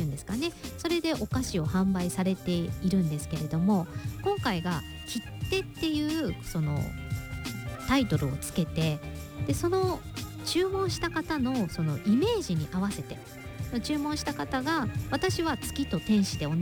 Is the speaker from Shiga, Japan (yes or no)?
no; Kitakyushu, Fukuoka, Japan; あの我が北九州というね町はですね、私の地元なんですが